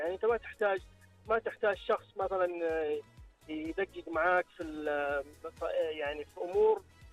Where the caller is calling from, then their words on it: Jeddah, Makkah Province, Saudi Arabia; جدة. جدة،